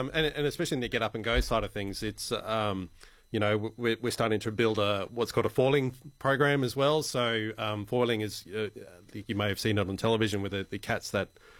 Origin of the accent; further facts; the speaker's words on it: Gladstone, Queensland, Australia; also born or lived in South Australia; Well, so I actually grew up in Gladstone. So I was born in South Australia, but that's don't hold that against me. But so I grew up in Gladstone.